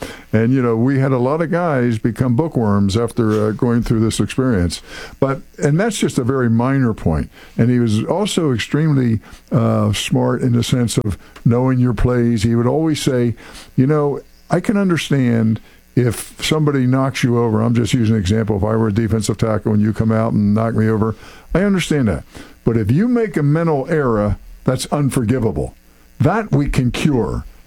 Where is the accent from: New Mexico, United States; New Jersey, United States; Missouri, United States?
New Jersey, United States; I was fortunate enough in high school, I'm from South Jersey, and my high school team never lost for like 3 years.